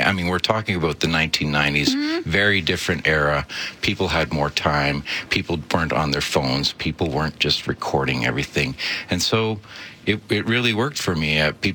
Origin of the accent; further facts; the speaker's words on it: Ottawa, Ontario, Canada; Well, I grew up in Ottawa, and I started playing guitar at a very early age.